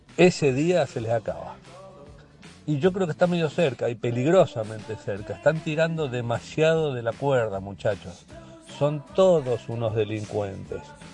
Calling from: Monte Hermoso, Buenos Aires Province, Argentina; de Montehermoso.

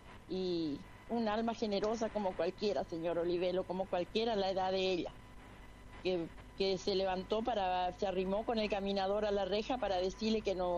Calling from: Vilelas, Chaco, Argentina; Yo soy de Vilela. Estoy con mi suegra acá en Barranquera.

